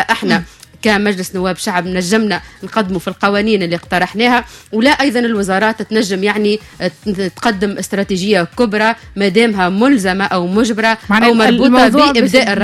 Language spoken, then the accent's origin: Arabic; Tunisia; أنا كمشرع تونسي، أنا كعضو مجلس نواب الشعب … عضو في لجنة التربية